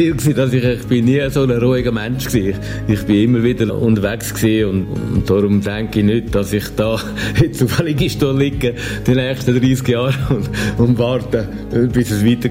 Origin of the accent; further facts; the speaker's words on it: Glarus, Switzerland; Ich bin im Glanerland aufgewachsen, ich bin da immer noch daheim.